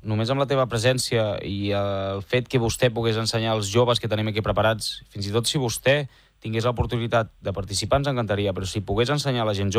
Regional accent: Catalonia, Spain; now in Madrid, Spain; Sí, conec molt bé Martorell. És que jo també soc català.

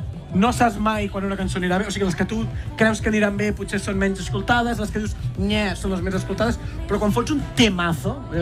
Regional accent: Girona, Catalonia, Spain; Has vist quin accent, tot i ser de Girona?

